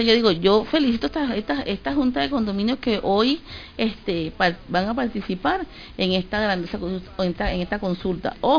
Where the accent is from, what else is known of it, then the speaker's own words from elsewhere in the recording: Baruta, Miranda, Venezuela; todos somos baruteñas y baruteñas, todos somos venezolanos y venezolanos